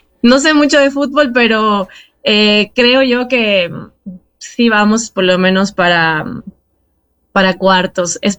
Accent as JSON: {"language": "Spanish", "country": "Ecuador"}